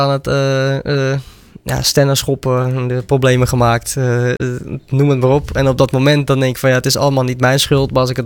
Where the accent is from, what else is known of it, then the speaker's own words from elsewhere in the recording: Aalsmeer, North Holland, Netherlands; also born or lived in Amstelveen; Nee, ik ben zelf opgegroeid in Alsmeer.